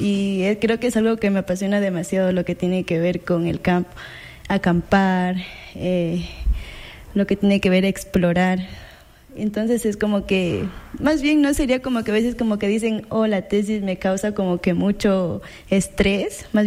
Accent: Chaguarpamba, Loja, Ecuador; moved away as an adult; Yo soy de Chahuarpamba

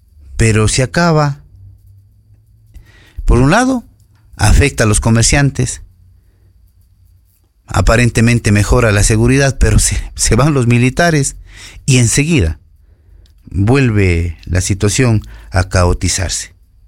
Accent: Ecuador; nosotros como ecuatorianos, como ciudadanos

